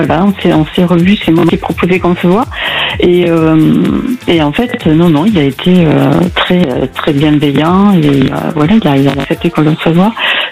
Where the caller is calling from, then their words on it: Nouvelle-Aquitaine, France; De la Nouvelle-Aquitaine.